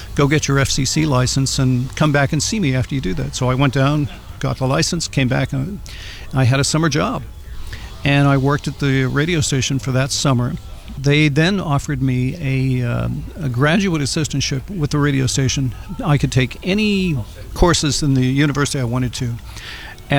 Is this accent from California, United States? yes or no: no; Butler, Pennsylvania, United States; now in New York City, United States; born and raised in Butler, Pennsylvania. So I'm a proud Western Pennsylvania project here. And I now live in New York City